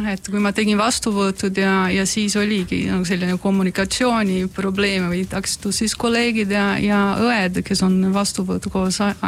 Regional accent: São Paulo, Brazil; Estonian is a second language; now in Estonia; No mina olen maalt ka, et ma olen São Paulo pärit, aga ma olen sundunud maal, mitte päris São Paulo see suures liines.

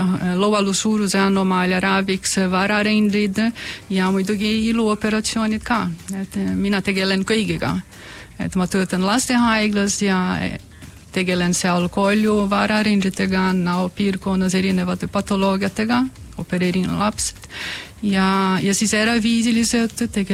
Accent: São Paulo, Brazil; Estonian is a second language; now in Estonia

